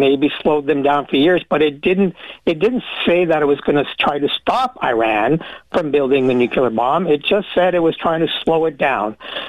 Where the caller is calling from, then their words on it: Richmond, British Columbia, Canada; as a Canadian